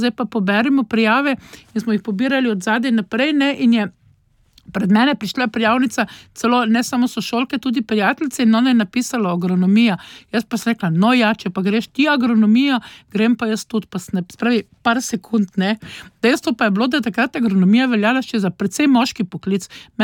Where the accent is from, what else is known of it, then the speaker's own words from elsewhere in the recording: Ptuj, Drava, Slovenia; accent: Styrian; also born or lived in Koper / Izola; jaz vedno rečem, da sem primorka, ne, čeprav vsakemu pravzaprav vzame sapo, seveda moje narečje je zdaj čisto štajersko. Moja mama pa oče sta se namreč, predvsem zaradi očeta, preselila v Izolo in sva se oba dva z bratom rodila v Kopru